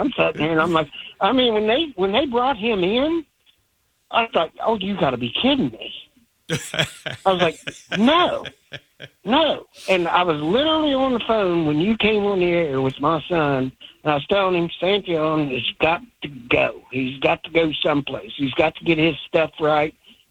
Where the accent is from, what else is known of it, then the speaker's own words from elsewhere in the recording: Ohio, United States; I grew up out here in Highland County, and I'm 60 years old